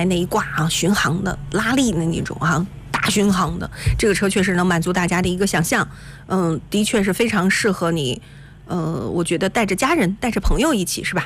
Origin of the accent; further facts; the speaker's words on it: Jinan, Shandong, China; 我身为一个济南人